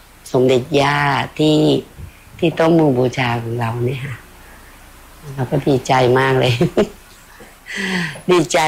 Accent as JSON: {"language": "Thai", "town": "Bo Phloi", "region": "Kanchanaburi", "country": "Thailand", "tie": "born there", "said": "ฉันเกิดที่อำเภอบ่อพลอยใช่ไหมคะที่เล่าอ่ะที่ว่าแต่เราก็มาจากเมืองจีน"}